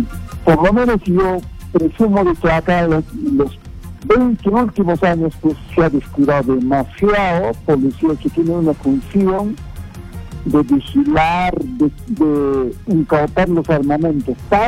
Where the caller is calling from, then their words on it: Puno, Peru; desde Puno.